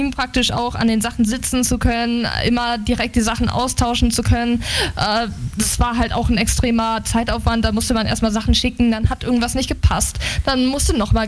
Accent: Lower Saxony, Germany; Also bei uns in Niedersachsen ist es selten irgendwie minus 15 Grad oder so.

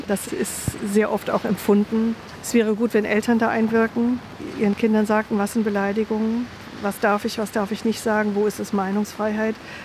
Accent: East Germany, Germany; born or raised there

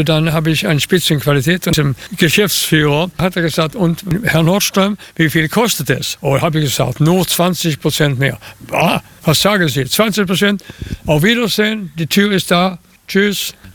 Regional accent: Malmö, Skåne, Sweden; born there; German is a second language; Ich bin in der Stadt Malmö geboren.

